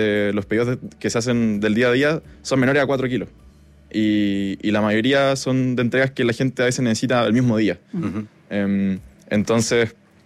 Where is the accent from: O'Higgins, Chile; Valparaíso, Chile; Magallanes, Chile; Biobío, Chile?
Biobío, Chile; Concepción; now in Santiago, Chile; Yo soy de Concepción originalmente